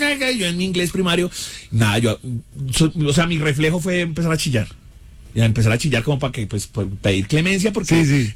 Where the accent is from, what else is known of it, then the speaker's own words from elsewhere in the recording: Colombia; Y como buen colombiano